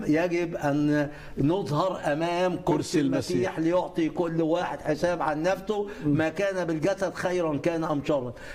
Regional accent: Egypt; احنا عندنا مثل مصري

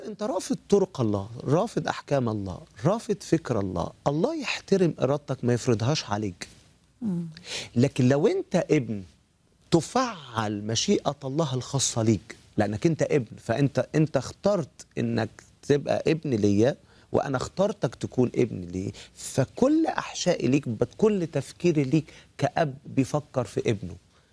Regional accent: Egypt; زي ما عندنا في مصر

